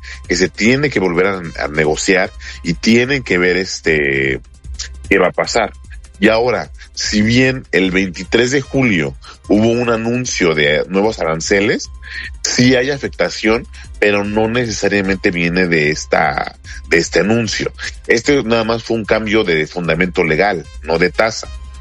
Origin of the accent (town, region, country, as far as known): Mexico